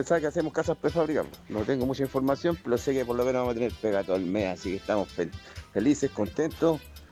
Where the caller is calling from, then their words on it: Chile; somos combatientes, somos chilenos, somos guerreros.